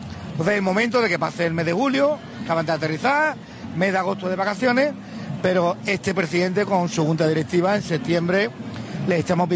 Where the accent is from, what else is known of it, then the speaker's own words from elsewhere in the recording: La Línea de la Concepción, Andalusia, Spain; me gustaría felicitar al pueblo, a mi pueblo, pueblo de la línea.